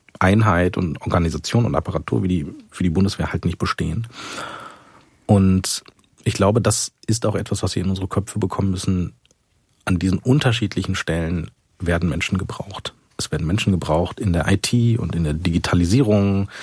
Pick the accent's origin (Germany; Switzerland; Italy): Germany; West Germany; als Westdeutsche, die sehr lange in Frieden, Freiheit und Wohlstand gelebt haben.